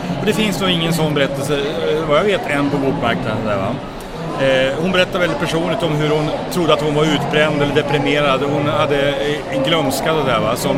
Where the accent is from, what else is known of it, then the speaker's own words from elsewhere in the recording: Gävle, Gävleborg County, Sweden; moved away as an adult; now in Karlstad, Sweden; Jag kommer ursprungligen från Gävle, men jag bor i Karlstad sedan 17 år tillbaka och jobbat med böcker i många år.